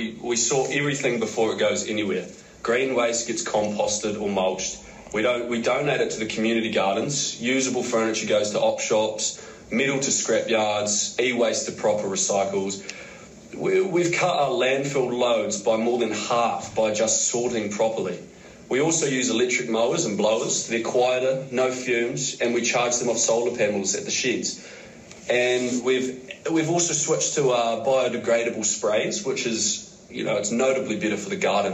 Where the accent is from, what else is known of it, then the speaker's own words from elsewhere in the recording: Dunedin, Otago, New Zealand; I grew up in Dunedin.